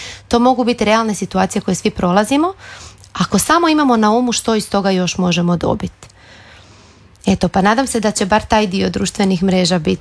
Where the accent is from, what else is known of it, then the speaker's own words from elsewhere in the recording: Sesvetski Kraljevec, City of Zagreb, Croatia; Ja sam odrasla u Sesvetama, odnosno u Sesvetskom Kraljevcu, i to je bilo drugačije.